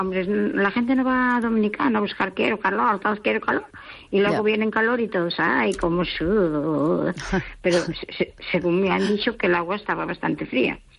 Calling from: Pontevedra, Galicia, Spain; Buenas noches … de Pontevedra.

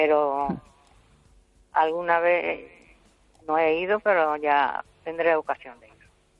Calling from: Vigo, Galicia, Spain; Buenas noches, Esther.

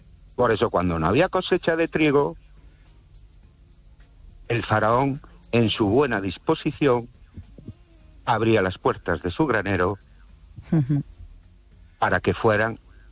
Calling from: Ourense, Galicia, Spain; de Orense.

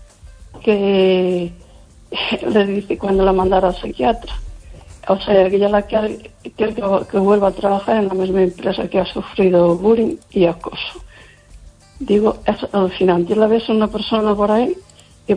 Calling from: Lugo, Galicia, Spain

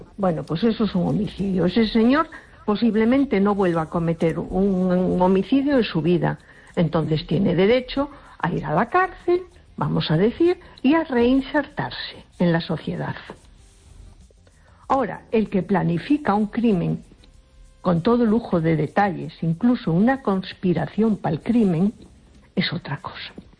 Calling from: A Coruña, Galicia, Spain; de Coruña.

